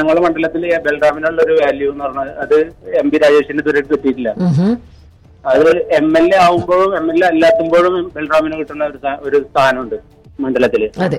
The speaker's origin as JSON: {"language": "Malayalam", "town": "Thrithala", "region": "Kerala", "country": "India", "tie": "born or raised there"}